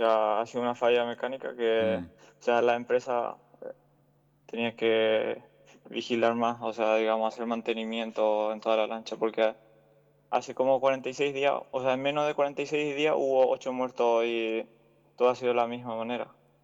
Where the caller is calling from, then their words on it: Spain; No, yo vivo en España